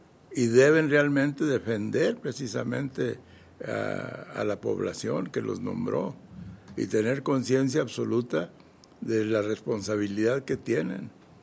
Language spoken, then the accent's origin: Spanish; Mexico; mexicanos que estamos sufriendo situaciones que con las que no estamos de acuerdo.